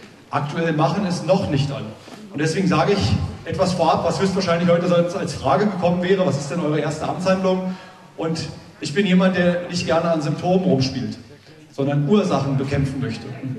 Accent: Tangermünde, Saxony-Anhalt, Germany; Ich bin Altmärker, ich komme aus Tangermünde.

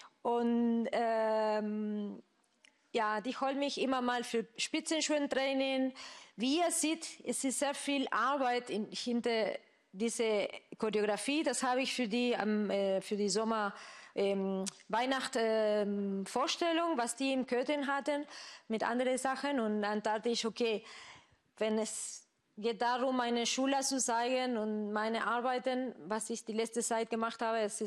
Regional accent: Argentina; German is a second language; Weil auch für die nicht wissen, ich komme aus Argentinien. Und in Argentinien Tango ist unsere Nationaltanz.

